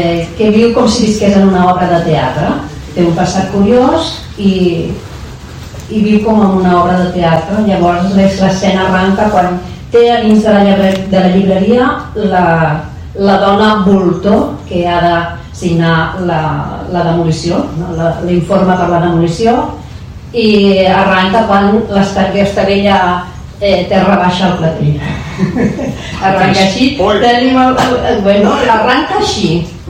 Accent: Barcelona, Catalonia, Spain; El Raval és un barri on pràcticament he crescut, on ha nascut la meva àvia, el carrer Hospital, i on ja passejant per allà als anys 90 jo ja no reconeixia el meu barri, on he treballat, al carrer La Seda, on he anat a escola, al carrer Parlament

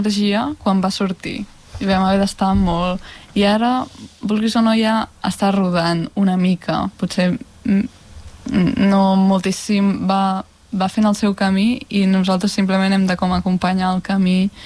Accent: Terrassa, Catalonia, Spain; Jo soc de Terrassa

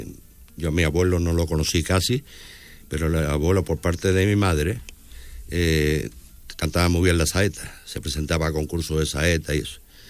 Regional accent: Mairena, Andalusia, Spain; born there; Yo nací en Mairena.

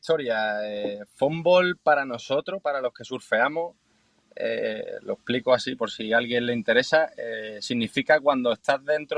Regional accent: Conil, Andalusia, Spain; born there; now in Jerez, Spain; es de Conil porque nosotros nacimos en Conil y ensayamos en Conil. Yo actualmente vivo en Jerez

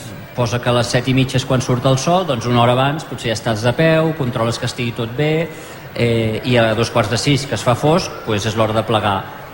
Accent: Igualada, Catalonia, Spain; born there; now in Sant Boi de Llobregat, Spain; jo no sóc d'aquí, jo sóc fill d'Igualada, he estat tombant, i des del 2011 que baixo aquí a Sant Boi, però la meva vida és dalt de la muntanya.

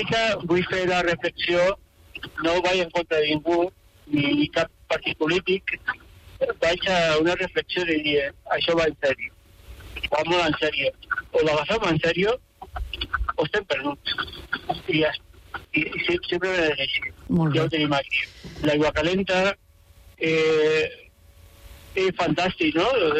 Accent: Bellmunt del Priorat, Catalonia, Spain; Bueno, vaig cap a Priorat, vaig a Bellmunt, sóc de Bellmunt

